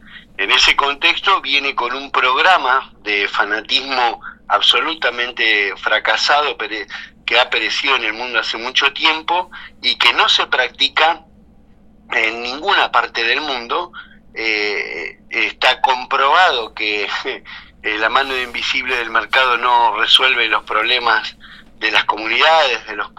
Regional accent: Argentina; estamos sufriendo hoy los argentinos

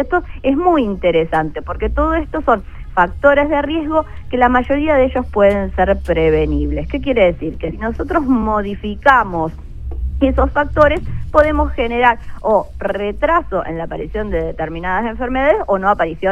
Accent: Patagonia, Argentina; Yo soy de la Patagonia.

